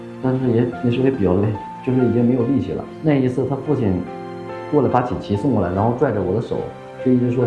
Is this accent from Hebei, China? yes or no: yes; Chengde, Hebei, China; moved away as an adult; now in Zhejiang, China; 我是河北承德的，